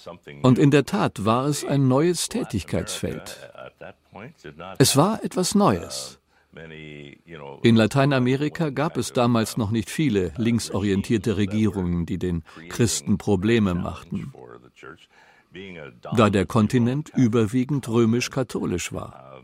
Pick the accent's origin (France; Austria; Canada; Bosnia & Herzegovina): Canada; Und ich hatte zugestimmt, das Büro in Kanada als Kanadier für 5 Jahre zu leiten.